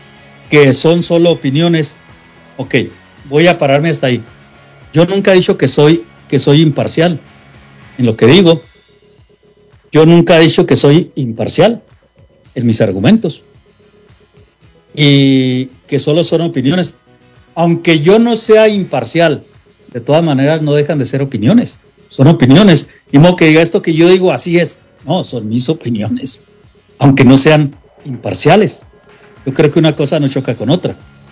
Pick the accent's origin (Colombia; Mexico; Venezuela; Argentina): Mexico; si somos mexicanos.